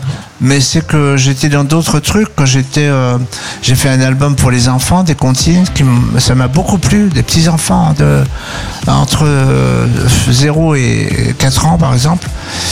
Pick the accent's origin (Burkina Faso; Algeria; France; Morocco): France; Paris, Île-de-France; born there; c'est mon côté 20e arrondissement, je suis né à Paris, Ménilmontant. Et j'ai jamais oublié d'où je viens, de toute façon.